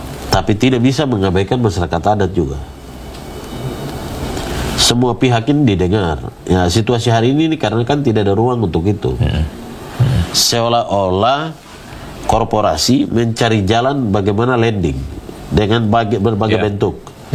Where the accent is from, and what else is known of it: Papua, Indonesia